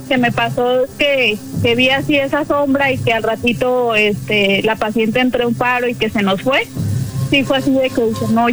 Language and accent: Spanish; Guadalajara, Jalisco, Mexico; Soy de Guadalajara, les acabo de hablar.